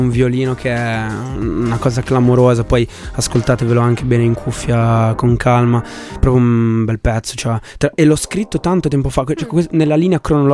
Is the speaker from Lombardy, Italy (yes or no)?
yes; Brianza, Lombardy, Italy